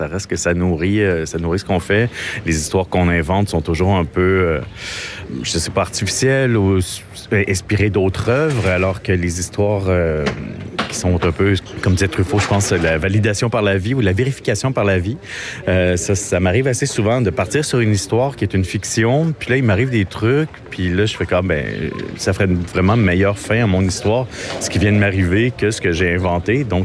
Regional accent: Île d'Orléans, Quebec, Canada; now in Montreal, Canada; je suis auteur de bande dessinée, je suis originaire de l'île d'Orléans, j'habite à Montréal maintenant.

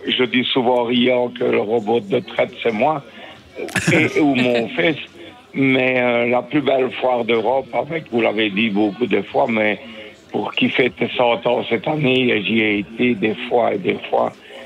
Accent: Sougné-Remouchamps, Wallonia, Belgium; born there; now in Sprimont, Belgium; je suis né à Saunier-Remouchamp il y a quelques années

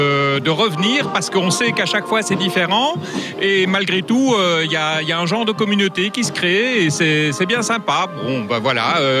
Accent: Brussels, Belgium; Je viens de Bruxelles.

